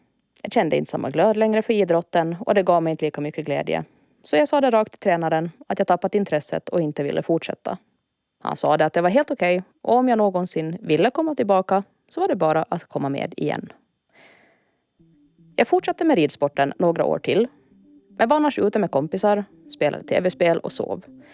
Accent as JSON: {"language": "Swedish", "town": "Mariehamn", "region": "Åland", "country": "Åland Islands", "tie": "born or raised there", "said": "Jag är född och uppvuxen på Åland i Mariehamn."}